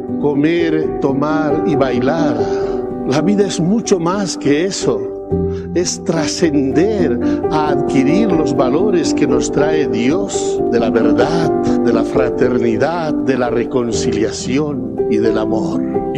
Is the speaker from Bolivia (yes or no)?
yes; Bolivia